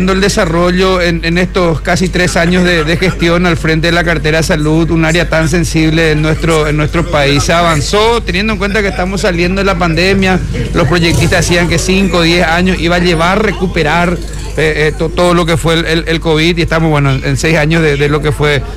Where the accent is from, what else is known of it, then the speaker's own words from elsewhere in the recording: Luque, Central, Paraguay; born there; mi papá era oriundo de San Solano, ahí San Pedro del Paraná, así que conozco Itapúa, conozco Encarnación, pero nací acá en Luque